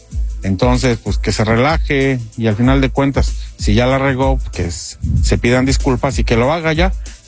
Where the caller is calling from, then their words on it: State of Mexico, Mexico; soy el maestro del Estado de México.